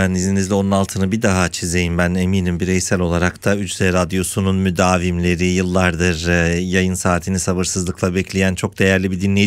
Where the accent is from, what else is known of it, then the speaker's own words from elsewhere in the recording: Mardin, Turkey; moved away as an adult; also born or lived in Kayseri; Mardinliyim, onunla başlayayım. Orada doğdum, orada büyüdüm.